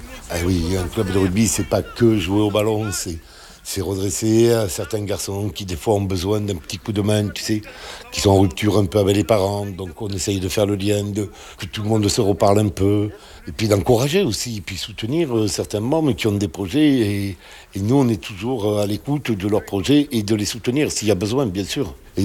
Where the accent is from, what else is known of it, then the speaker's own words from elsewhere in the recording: Grenade-sur-Garonne, Occitanie, France; accent: Grenade-sur-Garonne (south-west); also born or lived in Paris; now in Brittany, France; Alors mon accent, non, il n'est pas tout à fait de Saint-Malo, il est d'un côté aussi sympa, qui s'appelle Grenade sur Garonne